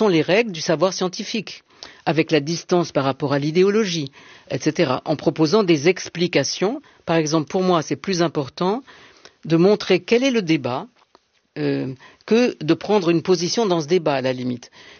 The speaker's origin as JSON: {"language": "French", "town": "Marseille", "region": "Provence-Alpes-Côte d'Azur", "country": "France", "lives_now": "Paris, France", "said": "Je suis arrivée à Paris en 1972 parce que j'étais entrée à Normale Sup, je venais de Aix et de Marseille."}